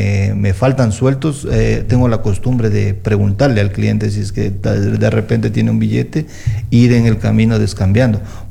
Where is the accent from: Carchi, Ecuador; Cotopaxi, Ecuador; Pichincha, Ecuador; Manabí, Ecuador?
Pichincha, Ecuador; Quito; now in Loja, Ecuador; yo no soy de aquí, de la ciudad de Loja, yo soy quiteño.